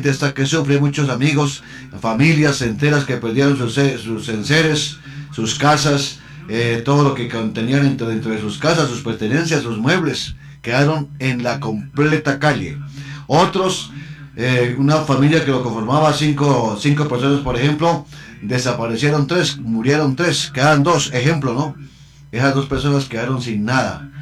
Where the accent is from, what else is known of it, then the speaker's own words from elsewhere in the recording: Colombia; Y todos somos colombianos